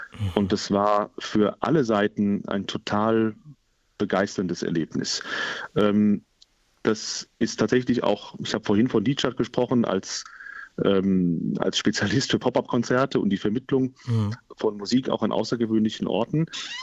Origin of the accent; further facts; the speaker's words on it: Limburg, Hesse, Germany; Tatsächlich auf meine Heimatstadt. Es ist immer was Besonderes, in Limburg zu sein. Ich bin da aufgewachsen, habe da musikalisch gehen gelernt.